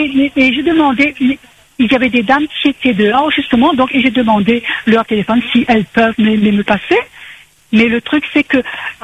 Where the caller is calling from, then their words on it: Saint-Denis, Réunion; Moi, j'habite à Belle-Pierre en haut.